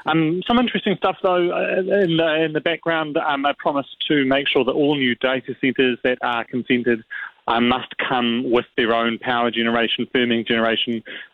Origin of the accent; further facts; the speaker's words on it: Christchurch, Canterbury, New Zealand; moved away; I mean, I grew up in Christchurch. I only moved away about 10 years ago, so I am familiar with that project